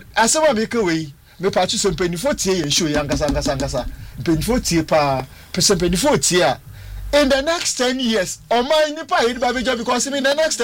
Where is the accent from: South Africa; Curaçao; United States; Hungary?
South Africa; as a South African so me see obey people are not narrating the narrative tells us how they live and the way they do things.